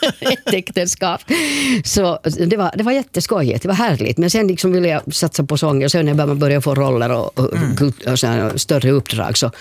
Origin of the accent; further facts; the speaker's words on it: Helsinki, Uusimaa, Finland; born there; och så sprang jag hem till Kronohagen, till Manishgatan